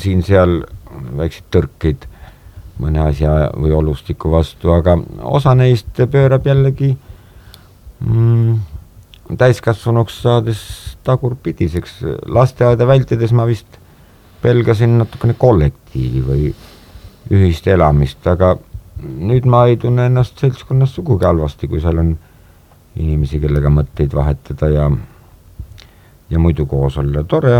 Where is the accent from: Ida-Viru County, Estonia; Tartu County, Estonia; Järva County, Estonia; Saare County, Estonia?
Järva County, Estonia; Paide; Õieti hakkasin ma ikka mäletama asju oma lapsepõlves Paide linnas